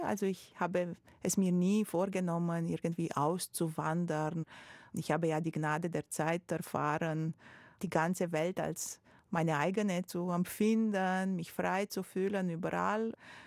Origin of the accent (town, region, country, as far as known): Romania; born there; German is a second language; moved away